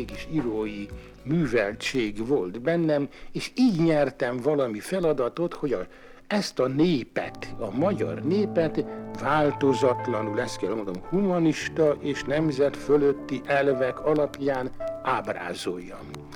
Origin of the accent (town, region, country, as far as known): Hungary; born or raised there; moved away; also born or lived in France